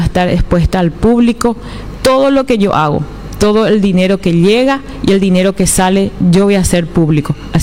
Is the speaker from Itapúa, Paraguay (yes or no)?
yes; Nueva Alborada, Itapúa, Paraguay; mi pueblo, mi querido pueblo Nueva Alborada, nacida, criada o malcriada ahí, pero estoy ahí.